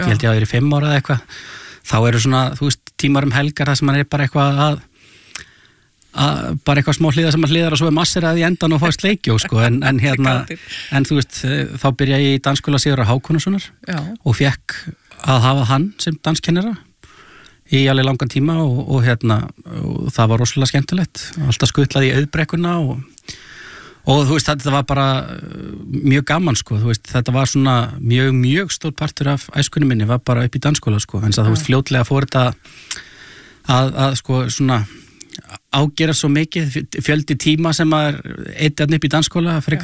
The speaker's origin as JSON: {"language": "Icelandic", "town": "Garðabær", "region": "Capital Region", "country": "Iceland", "tie": "born or raised there", "also_born_or_lived": "Kópavogur", "lives_now": "Reykjavík, Iceland", "said": "Í blábyrjun þá bjó ég í Furugrund í Kópavogi en flutti síðan hóla snemma í Garðabæinn. Og þar ólst ég upp alveg þangað til að maður fó bara að finna sér eina húsnæði sko."}